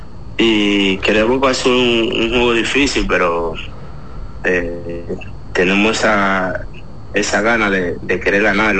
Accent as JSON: {"language": "Spanish", "country": "Dominican Republic", "moved": "as an adult"}